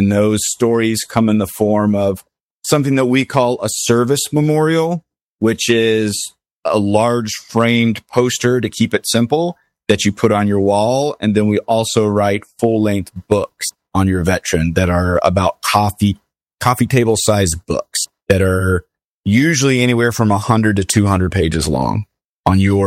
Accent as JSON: {"language": "English", "town": "Fort Worth", "region": "Texas", "country": "United States", "tie": "born or raised there", "said": "I am from and currently working out of Fort Worth, Texas. I was born and raised here."}